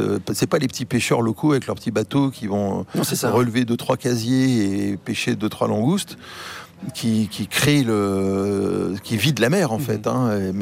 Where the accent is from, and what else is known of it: Martinique; born or raised there; moved away